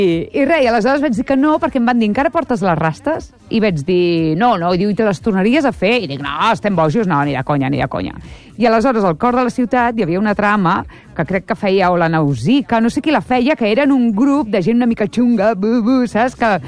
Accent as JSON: {"language": "Catalan", "town": "Premià de Mar", "region": "Catalonia", "country": "Spain", "said": "L'última Premià de Mar, a casa meva, al meu poble."}